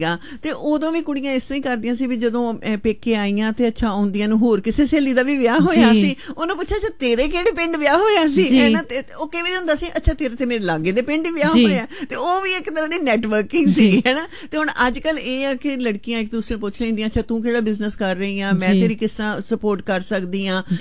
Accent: Punjab, India; now in Australia

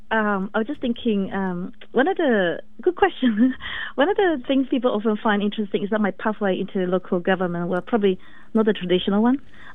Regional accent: Malaysia; moved away as an adult; also born or lived in West Malaysia / United Kingdom; now in Wyndham, Australia; Born and raised in Malaysia, thank you. On an island of Borneo, and completed my first degree in Masters of Physics, first degree and Masters in both in Physics in West Malaysia. Then I worked there as a lecturer before moving to the UK to pursue my PhD in Electrical Engineering and Electronics.

